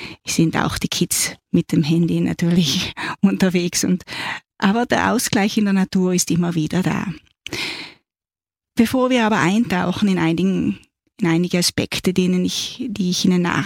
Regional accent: Trentino-Alto Adige, Italy; now in Austria; Ich bin Südtirolerin, lebe aber nun seit über 35 Jahren in Österreich

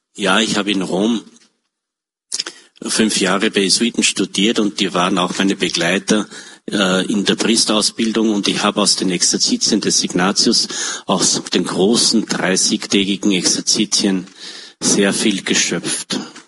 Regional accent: Upper Austria, Austria; also born or lived in Tyrol; oder bei uns im Innviertel, auch im Tiroler Oberland, wo ich ja auch viel war, hat es geheißen, nicht geschimpft ist gelobt genug.

